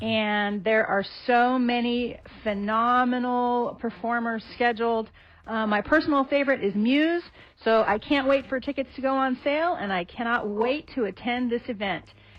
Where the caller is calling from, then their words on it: Rancho Cucamonga, California, United States; I'm calling from Rancho Cucamonga